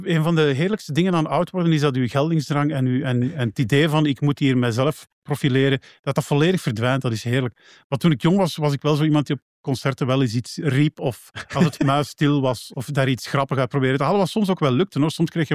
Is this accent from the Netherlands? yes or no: no; Belgium; wat mij betreft, ik ben Belg.